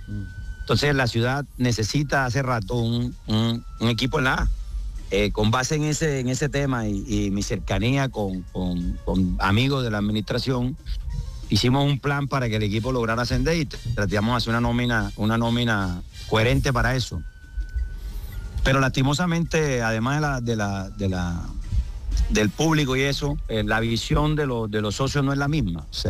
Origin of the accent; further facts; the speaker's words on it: Cartagena, Bolívar, Colombia; Entonces, como yo me muevo en la ciudad, yo soy cartagenero.